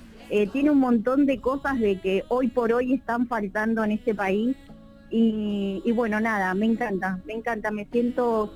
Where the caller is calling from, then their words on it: San Vicente, Buenos Aires Province, Argentina; Bien, de San Vicente, zona sur.